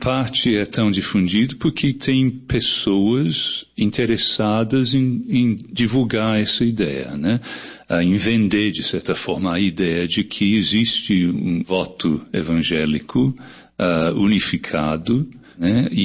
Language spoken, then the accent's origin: Portuguese; England, United Kingdom; Portuguese is a second language; moved away as an adult; also born or lived in Canada; now in Brazil; Eu nasci na Inglaterra, nasci e criado na Inglaterra. Eu moro no Brasil desde 1976, tenho 50 anos.